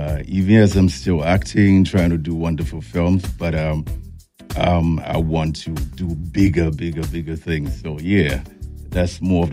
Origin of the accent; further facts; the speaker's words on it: Liberia; born there; moved away; also born or lived in Ghana; I was actually born in Liberia. But what most people don't know is that my dad is actually from Nigeria. My dad's from Akwa Ibom, Oron.